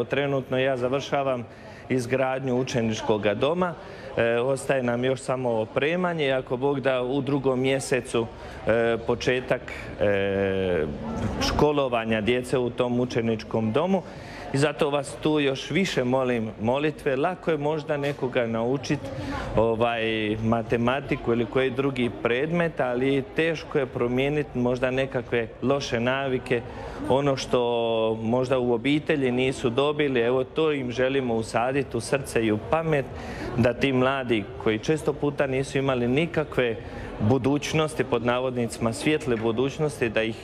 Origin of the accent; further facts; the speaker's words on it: Brankovići, Federation of Bosnia and Herzegovina, Bosnia & Herzegovina; poželio sam upravo doći i u moj rodni kraj, u Župu Luk Brankovići, na ovu svetkovinu Svetoga Ive Krstitelja.